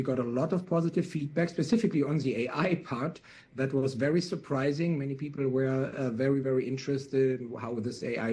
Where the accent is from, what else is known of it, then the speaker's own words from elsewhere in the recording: Germany; I'm from Germany